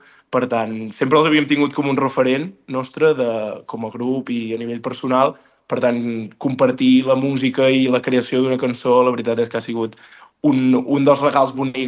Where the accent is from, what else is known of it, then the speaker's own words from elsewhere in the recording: Catalonia, Spain; born there; encara que marxem, al final el Pla de l'Estany serà a casa nostra